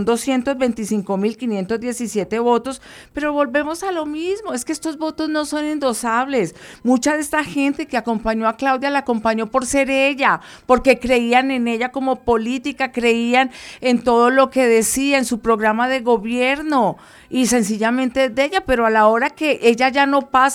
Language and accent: Spanish; Huila, Colombia; moved away